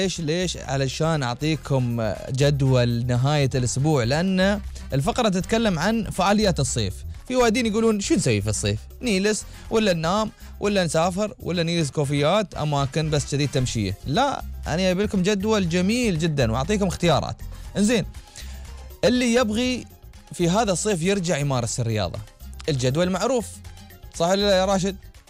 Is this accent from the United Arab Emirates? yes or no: yes; United Arab Emirates; عندنا في الإمارات